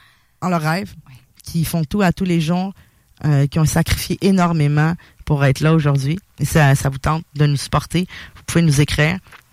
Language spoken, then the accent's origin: French; Quebec City, Quebec, Canada; also born or lived in Montreal; Tu sais, nous, on est de Québec. Moi, je suis plus avant, j'étais plus de Montréal.